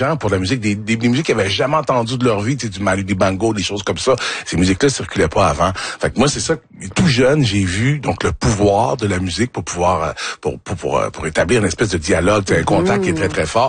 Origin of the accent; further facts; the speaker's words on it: Sainte-Thècle, Quebec, Canada; Moi, j'étais à Sainte-Tec dans un petit village de 3000 habitants.